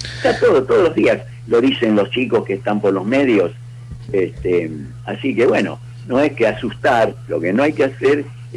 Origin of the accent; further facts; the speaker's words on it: Argentina; somos argentinos y hablamos así.